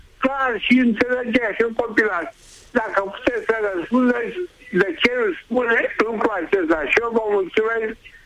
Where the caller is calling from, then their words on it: Dâmbovița, Romania; sunt din Cățurul Dâmbovița.